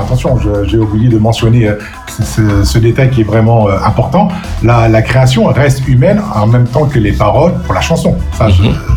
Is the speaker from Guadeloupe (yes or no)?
yes; Guadeloupe; En tant que Guadeloupéen